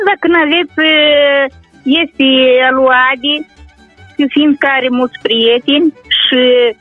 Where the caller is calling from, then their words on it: Bălți, Moldova; Suntem de la Elizaveta Bălți